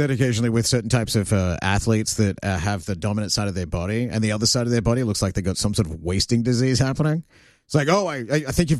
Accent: Australia; Everyone likes to, because they hear my accent, and they're like, oh, you're from Australia?

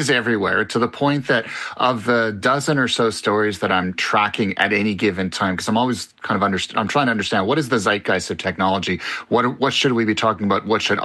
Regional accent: Quebec, Canada; I'm from Quebec, so I've lived through two referendums already

